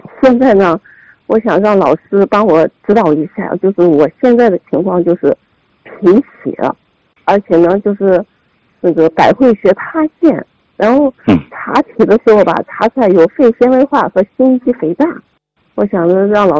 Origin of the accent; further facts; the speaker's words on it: Jining, Shandong, China; born there; also born or lived in Anxi, Gansu; 我是76年8月20出生的。我出生在甘肃安溪，然后八九岁的时候跟着我母亲回到了济宁。